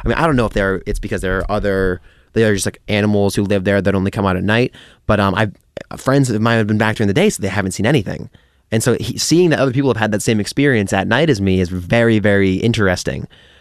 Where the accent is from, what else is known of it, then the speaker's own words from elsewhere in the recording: Westport, Massachusetts, United States; So one place that claims to be haunted in my hometown of Westport is Cornell Road.